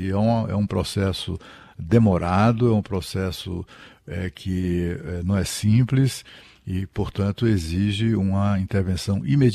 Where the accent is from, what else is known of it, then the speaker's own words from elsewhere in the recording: Alagoas, Brazil; now in Brasília, Brazil; na minha terra, quem a conhece sabe o que eu estou falando, e não por acaso se chama Alagoas, exatamente em razão das lagoas gigantescas que nós temos lá